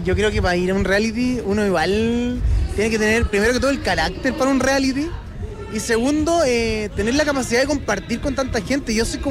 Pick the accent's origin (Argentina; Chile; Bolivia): Chile; Curicó, Maule; yo soy cuequero de chico. O sea, vengo de Curicó, zona cuequera, de vino.